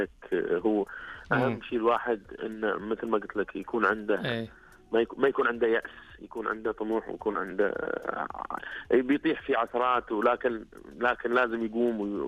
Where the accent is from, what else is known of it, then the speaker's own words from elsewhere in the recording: Saudi Arabia; now in United Arab Emirates; انا مطرب سعودي عايش في الامارات